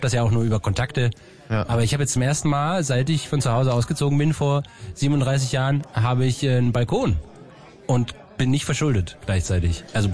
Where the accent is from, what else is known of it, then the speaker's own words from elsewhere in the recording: Bavaria, Germany; born there; weil ich bin ja mit meiner Geburt gegen meinen Willen in Bayern